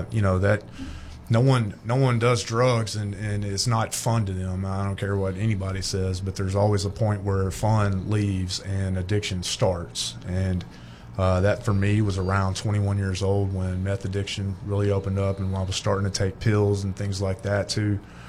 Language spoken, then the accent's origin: English; Fordyce, Arkansas, United States; born or raised there